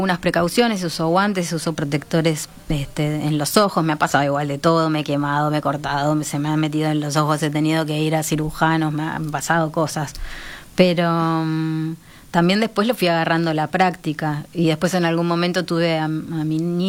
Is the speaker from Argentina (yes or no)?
yes; Bariloche, Río Negro, Argentina; now in Uruguay; Yo me crié básicamente en Bariloche, en mi infancia, y Bariloche tiene una estética muy parecida a de donde viene mi familia, que es eslovena.